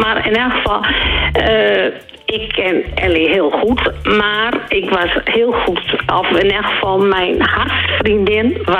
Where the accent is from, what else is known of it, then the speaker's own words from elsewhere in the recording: Winde, Drenthe, Netherlands; born there; now in Annen, Netherlands; Ik ben geboren in Winde.